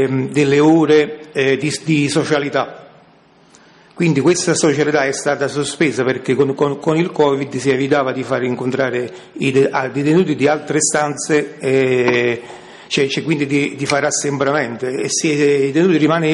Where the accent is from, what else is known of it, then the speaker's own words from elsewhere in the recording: Cellole, Campania, Italy; Innanzitutto perché io sono di Cellole, quindi sarebbe 15 chilometri.